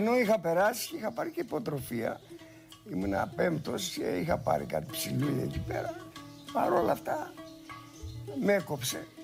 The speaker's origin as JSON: {"language": "Greek", "town": "Kavrochori", "country": "Greece", "tie": "born or raised there", "said": "Κοιτάξτε, το Καβροχώρι είναι το χωριό μου. Είναι το μέρος που γεννήθηκα, το μέρος που ανεθράφηκα. Από εδώ επαντρεύτηκα, εδώ έκανα το γάμο μου, εδώ έκανα τα παιδιά μου."}